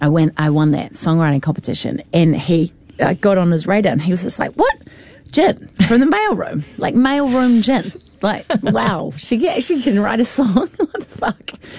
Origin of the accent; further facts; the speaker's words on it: Devonport, Auckland, New Zealand; moved away; I grew up in Devonport, actually, on the North Shore.